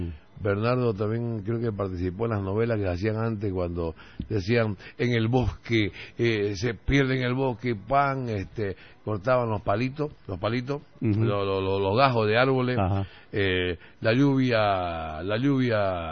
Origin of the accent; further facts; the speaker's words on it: eastern lowlands, Bolivia; según ellos yo escuchaba, somos los cambas los culpables.